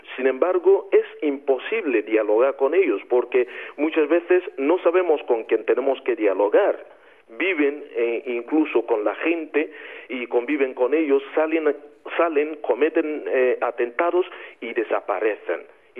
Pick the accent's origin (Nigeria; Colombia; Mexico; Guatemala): Nigeria; first language Igbo; Spanish is a second language; moved away; siendo un nigeriano